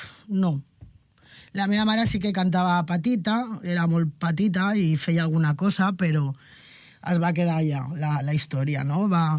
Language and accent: Catalan; Barcelona, Catalonia, Spain; born there; Jo vaig néixer a Barcelona. Uh-huh. Soc de mare granaïna, uh-huh, i pare català.